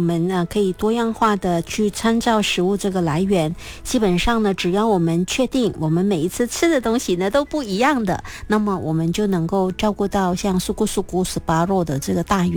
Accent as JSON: {"language": "Chinese", "country": "Malaysia", "said": "我们马来西亚人很容易营养不均衡，就是多吃淀粉，少膳食纤维。"}